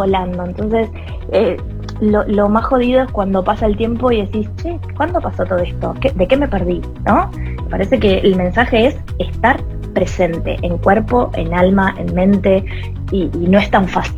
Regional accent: Uruguay; moved away as an adult; now in Argentina; Soy uruguaya, vivo en Argentina hace 12 años.

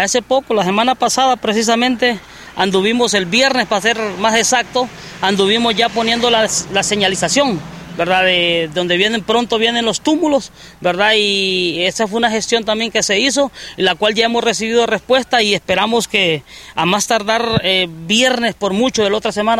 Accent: Honduras

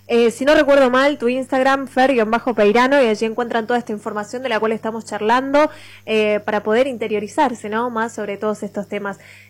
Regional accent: Argentina

